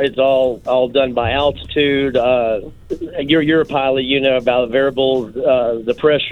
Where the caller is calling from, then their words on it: Cocoa Beach, Florida, United States; in Cocoa Beach, Florida